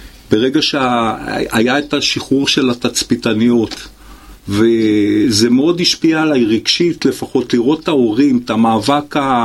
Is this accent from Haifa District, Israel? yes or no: yes; Haifa, Haifa District, Israel; אני נולדתי בחיפה.